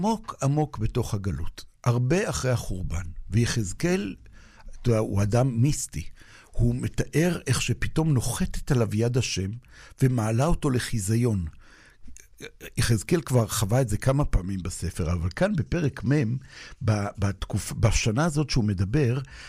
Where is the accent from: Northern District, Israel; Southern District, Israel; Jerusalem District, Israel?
Jerusalem District, Israel; Jerusalem; בתור ירושלמי